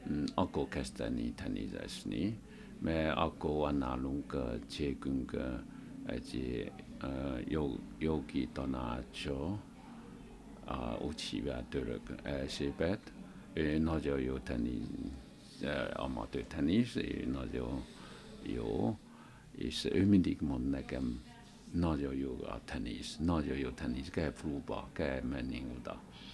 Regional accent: China; moved away as an adult; now in Hungary; 1992-ben jöttem Magyarországra, Kínából jöttem, és onnantól.

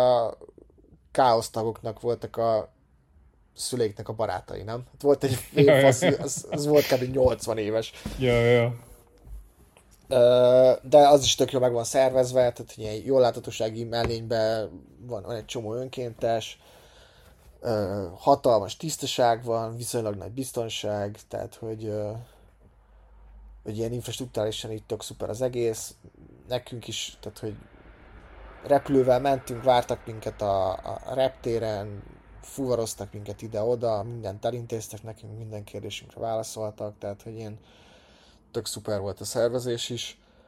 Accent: Hungary; mert mi meg magyarok vagyunk

